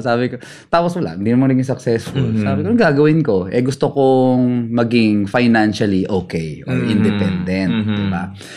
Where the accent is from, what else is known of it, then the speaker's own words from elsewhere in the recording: Bacoor, Cavite, Philippines; also born or lived in Quezon City; I'm from Quezon City pero pinanganak at lumaki sa Cavite. So, Bacoor.